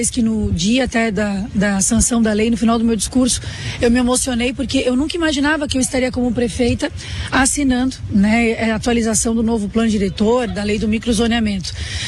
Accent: Balneário Camboriú, Santa Catarina, Brazil; born there; uma cidade, que é a minha terra natal, uma cidade que é referência em pontos positivos aí, mundo afora

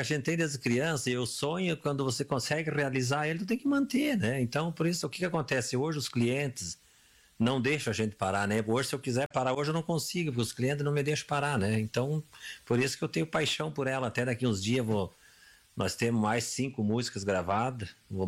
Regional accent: Soledade, Rio Grande do Sul, Brazil; Não, eu não sou de Soledade. Eu sou natural aqui do Pontão da Bonião, Santa Terezinha ali, né? Daí eu vim embora para cá com 13 anos de idade. Hoje sou um soledadense, né? Já faz anos que eu habito aí.

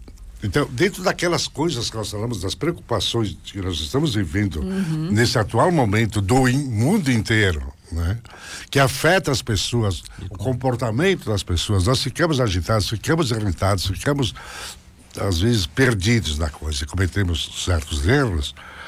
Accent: Brazil; born there; O bairro mais famoso do Brasil. Onde eu nasci.

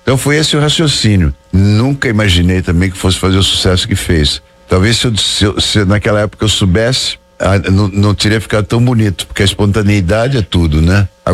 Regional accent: Taubaté, São Paulo, Brazil; Eu fui criado numa cidade ao lado de Aparecida, que é Taubaté. Aparecida, eu assim, 15, 20 minutos estava em Aparecida, então tinha uma relação de presença na cidade muito grande.

